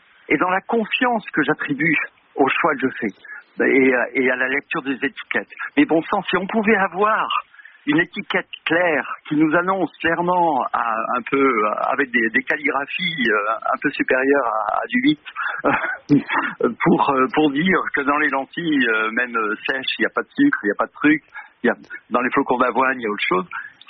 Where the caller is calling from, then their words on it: Nouvelle-Aquitaine, France; Je vous appelle de près d'Arcachon, en fait, près de Bordeaux.